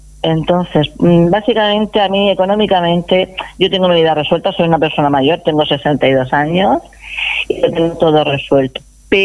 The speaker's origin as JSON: {"language": "Spanish", "town": "Cieza", "region": "Region of Murcia", "country": "Spain", "said": "Yo soy muy ciezana, me encanta Cieza."}